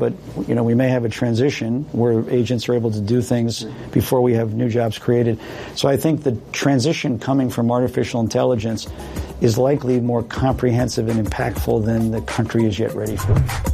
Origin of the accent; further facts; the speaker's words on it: Hopewell Junction, New York, United States; But, you know, we grew up in Hopewell Junction, New York. I went to John Jay Senior High School. I know you wanted to ask me that. It was kind of a classic middle-class existence with a focus on a lot of sports.